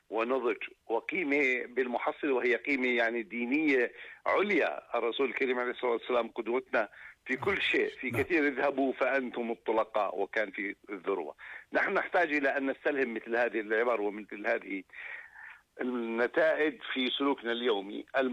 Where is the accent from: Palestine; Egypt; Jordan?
Jordan; منظومة القيمية لمجتمعنا الأردني